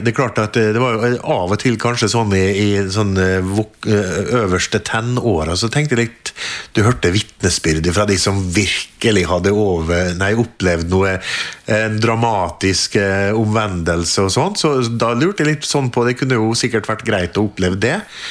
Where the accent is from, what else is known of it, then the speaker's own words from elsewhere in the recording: Molde, Møre og Romsdal, Norway; moved away; Jeg kommer jo fra Molde, født og oppvokst der. Traff ei jente i Bergen og gifta meg og har fått 4 barn.